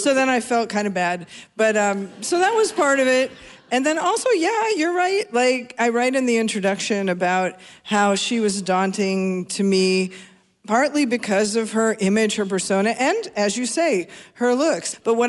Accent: Seattle, Washington, United States; given just my age when I grew up in Seattle.

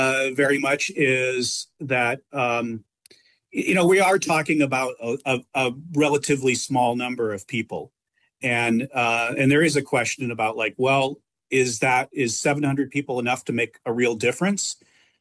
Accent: Indiana, United States; I'm from Indiana, so Noblesville, Indiana has a program

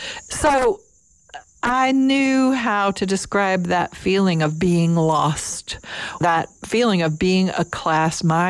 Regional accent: Kentucky, United States; now in Lexington, United States; Lexington was an hour and a world away from where I grew up in Kentucky, but I managed, once I could drive, to find teachers

